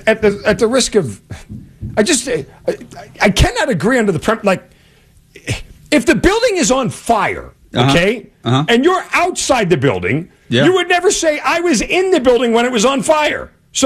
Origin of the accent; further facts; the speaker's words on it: New York City, New York, United States; Can I say this as a New Yorker, a native New Yorker, and somebody who couldn't afford to go to game 3 or 4?